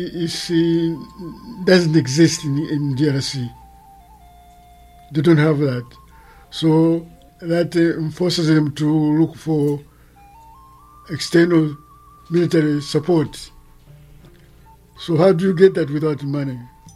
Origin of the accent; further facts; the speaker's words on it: Malawi; now in Canada; I'm Malawian.